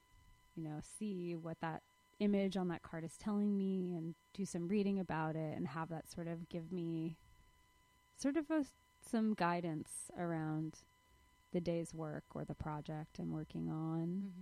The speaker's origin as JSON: {"language": "English", "region": "Florida", "country": "United States", "tie": "born or raised there", "said": "being a young queer person who felt a little out of place and alienated growing up in Florida"}